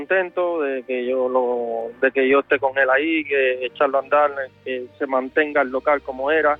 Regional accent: Havana, Cuba; now in Santiago, Chile; yo vengo de La Habana.

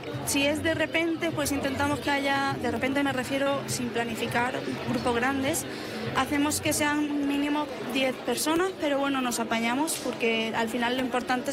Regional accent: Órgiva, Andalusia, Spain; born there; also born or lived in Alicante; Soy de Alicante, pero me vine aquí muy chiquitita, entonces soy una de esas adoptadas de Órgiva.

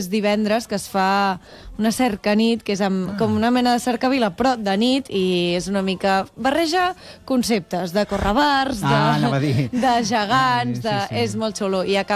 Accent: Martorell, Catalonia, Spain

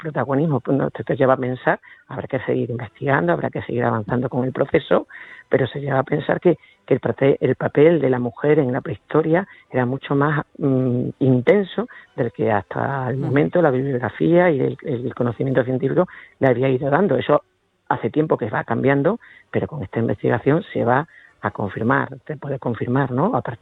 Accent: Extremadura, Spain; que es casi tanto más calor que el que hace en mi tierra aquí en Extremadura.

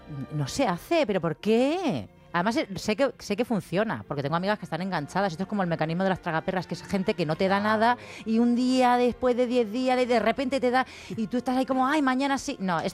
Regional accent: Bilbao, Basque Country, Spain; No, yo no me ilusiono. Yo soy de Bilbao de Centro, yo no me ilusiono con nada.

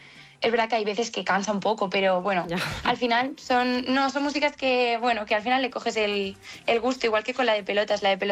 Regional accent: Spain; Y aparte somos las primeras españolas de la delegación en conseguirlo

